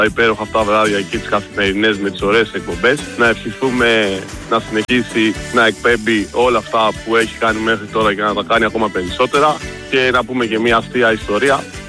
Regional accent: Rethymno, Crete, Greece; είμαι από το Ρέθινο.

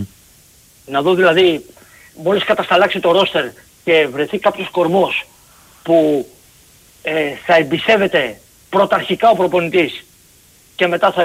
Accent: Peristeri, Attica, Greece; από το Περιστέρι Ολυμπιακός.

